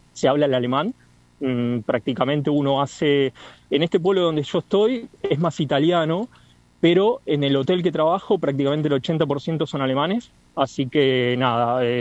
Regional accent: Argentina; nosotros como argentinos

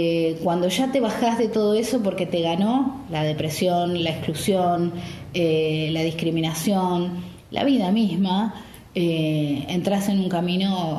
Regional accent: Argentina; also born or lived in Chubut; amo todo mi país. Soy profundamente patriota. Estoy enamorada de la Argentina desde los 4 años.

